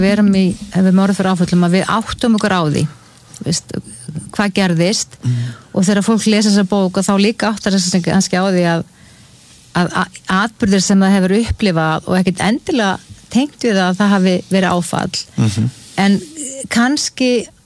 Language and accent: Icelandic; Ísafjörður, Westfjords, Iceland; Ég meni ég alveg upp á Ísafirði það sem að voru sjóslis, voru tíð og margir